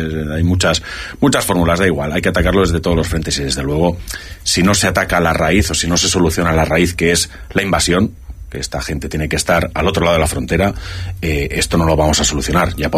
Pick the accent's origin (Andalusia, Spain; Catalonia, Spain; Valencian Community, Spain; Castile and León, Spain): Catalonia, Spain; Barcelona; Yo que vengo de Barcelona y he vivido tanto la capital como he visitado muchos barrios